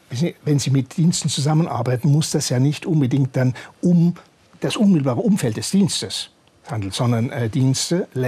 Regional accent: Baden-Württemberg, Germany; moved away as an adult; Ich komme aus Südbaden und da ist alles sehr badisch und sehr lieb und behäbig

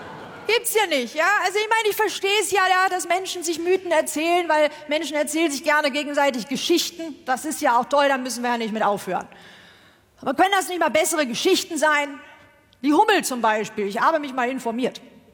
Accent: North Rhine-Westphalia, Germany; Ich komme aus Westfalen

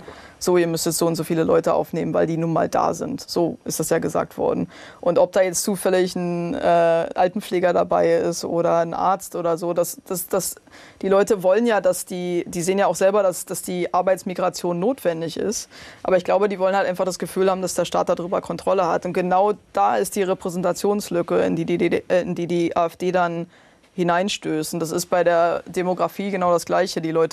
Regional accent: Brandenburg, Germany; damals in den 90er Jahren, als ich aufgewachsen bin in Brandenburg, es war einfach von Anfang an klar, das war jetzt kein düsteres Szenario, dass man da einfach keine Jobs in der Region hat und weg musste

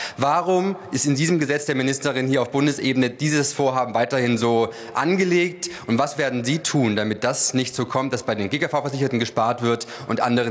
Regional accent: Bavaria, Germany; Wir kommen ja beide aus Bayern.

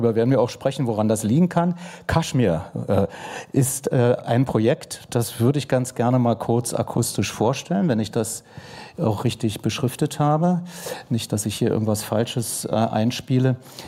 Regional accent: East Germany, Germany; weil wir waren nicht mehr DDR, aber schon Bundesrepublik Deutschland

